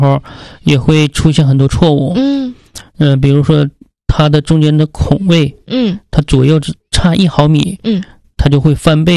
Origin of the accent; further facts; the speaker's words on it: Panshi, Jilin, China; 因为就是土生土长的地方嘛